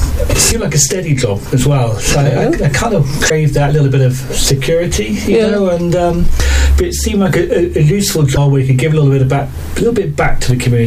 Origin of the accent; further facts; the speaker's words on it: Cheltenham, South West England, United Kingdom; to be in charge of the police in Cheltenham, my hometown, where I was born, when I went to school, was just amazing.